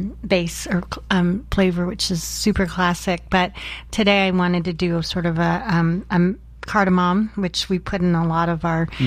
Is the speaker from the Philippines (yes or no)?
yes; Philippines; I'm Filipino